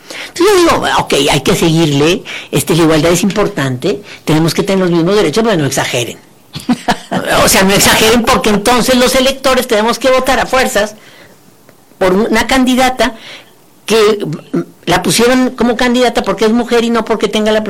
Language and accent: Spanish; Querétaro, Mexico; born there; en el lugar donde yo nací, aquí en Querétaro